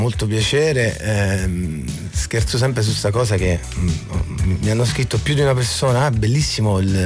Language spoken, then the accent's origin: Italian; Abruzzo, Italy; accent: Abruzzese dialect